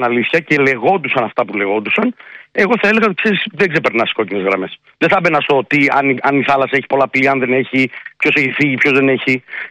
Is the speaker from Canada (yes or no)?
no; Brussels, Brussels-Capital Region, Belgium; επειδή εγώ μεγάλωσα στις Βρυξέλλες, δεν είναι οι ίδιες Βρυξέλλες που μεγάλωσα